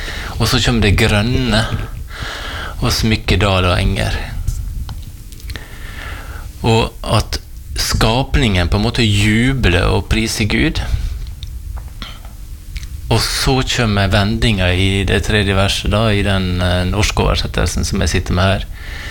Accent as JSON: {"language": "Norwegian", "town": "Valderøya", "region": "Møre og Romsdal", "country": "Norway", "said": "Opprinnelig så kommer jeg fra Valdrøya."}